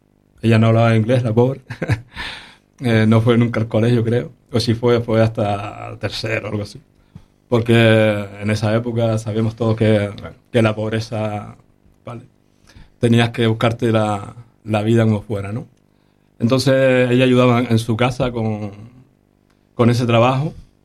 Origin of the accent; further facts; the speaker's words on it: Las Palmas de Gran Canaria, Canary Islands, Spain; also born or lived in La Calzada, Gran Canaria; yo nací en La Calzada, pero a los 3 meses más o menos, mis padres me trajeron a Las Palmas. ¿Vale? Le dieron casa en Las Palmas, en este caso en el Polvorín. Y nos trajeron a Las Palmas.